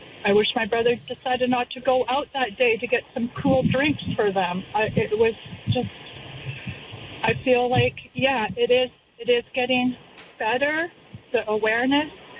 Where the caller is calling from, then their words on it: Comox, British Columbia, Canada; I'm calling from Comox, BC